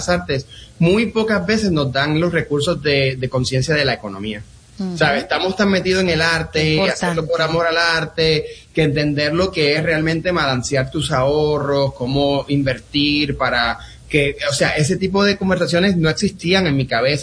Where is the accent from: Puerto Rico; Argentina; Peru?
Puerto Rico; Eso ha sido un evento importante como puertorriqueño, como latino, poder contar esta historia